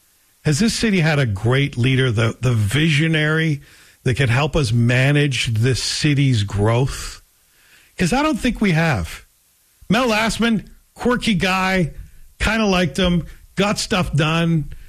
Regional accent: Toronto, Ontario, Canada; born there; also born or lived in near Glasgow, Scotland; Toronto will always be home for me. Born in a small town near Glasgow, Scotland. I don't think of Scotland as home. I think of it as my homeland, where I still have many relatives

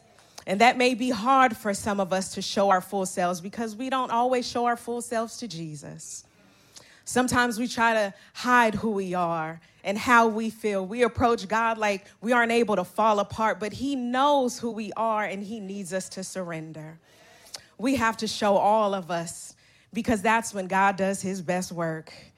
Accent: Oakland, California, United States; I'm really from Oakland.

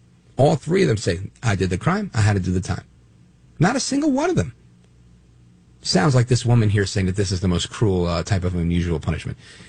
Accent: Brooklyn, New York, United States; born there; Now, listen, my parents were born in Puerto Rico. I was born in Brooklyn, New York.

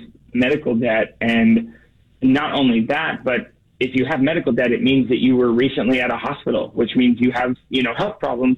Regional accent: Portland, Oregon, United States; So I grew up in Portland, Oregon.

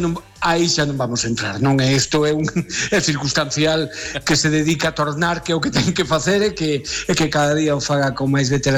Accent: Galicia, Spain; Eu en principio, como galego, por supuesto que prefiro que o Celta B quede de segundo.

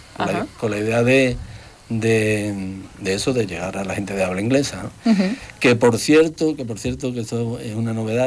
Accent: Morón de la Frontera, Andalusia, Spain; el nombre de Morón lo llevamos por delante, porque somos de Morón.

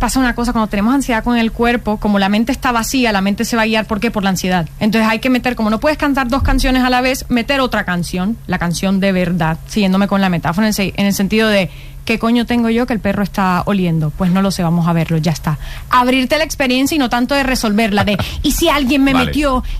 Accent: Colombia; siempre cuando se enteran de que vengo de Colombia a visitar a mi familia es control aleatorio

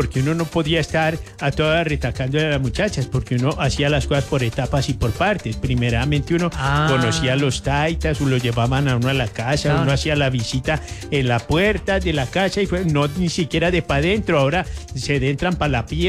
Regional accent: Colombia; Yo vengo de Colombia

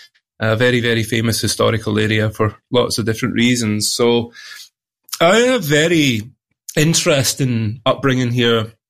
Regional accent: Gartocharn, Scotland, United Kingdom; the village I was brought up in is called Gartacharn. Gartacharn, it's got that lovely Scottish ch sound, the ch as in loch. It is by the bonny banks of Loch Lomond, a very, very famous body of water here

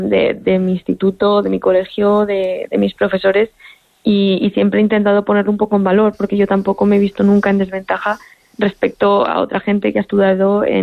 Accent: Covaleda, Castile and León, Spain; Porque es un pregón que yo escribí también con mucho cariño, dedicado a mi pueblo, y que les haya llegado, pues me alegra mucho.

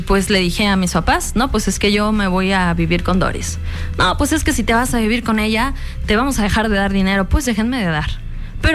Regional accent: Ángel R. Cabada, Veracruz, Mexico

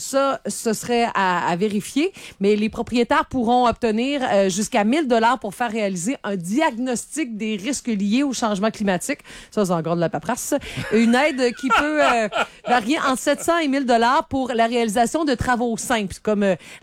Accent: Sainte-Félicité, Quebec, Canada; j'habitais sur le bord du fleuve à Sainte-Félicité.

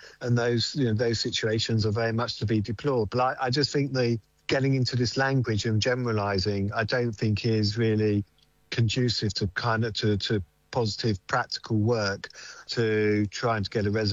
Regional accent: United Kingdom; Where we sit as proud British Jews, but with very strong connections to Israel

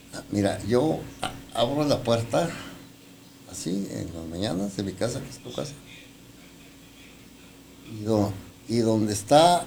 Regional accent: Ciudad Juárez, Chihuahua, Mexico; Sí, yo nací en el Barrio Alto. Nací en el Barrio Alto, yo.

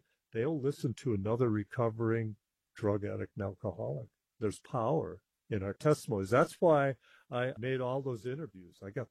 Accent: Texas, United States; It was cold. I'm from Texas.

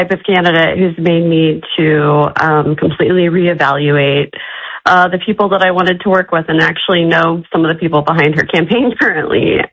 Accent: Kansas City, United States; now in San Francisco Bay Area, United States; I'm originally from the Heartland. I'm originally from Kansas City.

